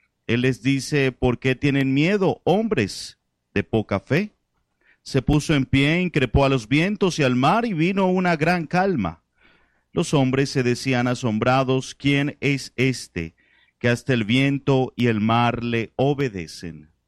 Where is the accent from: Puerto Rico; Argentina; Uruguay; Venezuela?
Venezuela; now in Colombia; como venezolano en el exterior, me ha tocado, no sé si se entiende este dicho aquí en Colombia, hacer de tripas corazón.